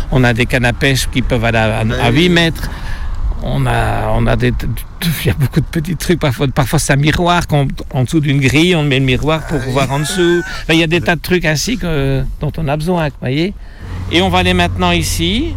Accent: Belgium; Nous, on vient de Belgique, on ne savait même pas qu'il y avait ici une petite fontaine

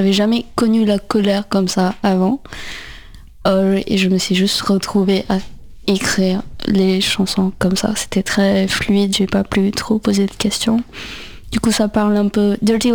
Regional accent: India; moved away; j'ai grandi en Inde et la première fois que je suis venue en France, c'était en 2012

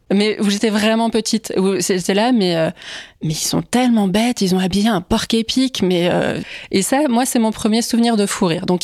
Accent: Grand Est, France; born or raised there

